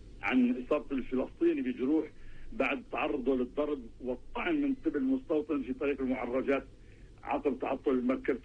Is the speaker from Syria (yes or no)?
no; Palestine; أنا حاب أعيش في بلادنا فلسطين هون